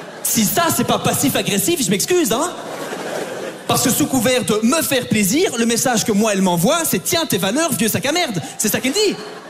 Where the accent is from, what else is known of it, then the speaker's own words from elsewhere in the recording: Belgium; je suis belge, comme vous pouvez l'entendre à mon intérieur. Hein, au fait que je parle, moi, ben, normalement.